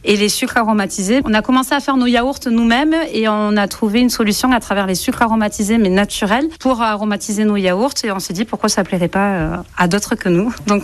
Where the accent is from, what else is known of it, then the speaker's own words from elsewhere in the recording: Narbonne, Occitanie, France; born there; now in Landes, France; Je suis née sur Narbonne et mes parents faisaient la vigne.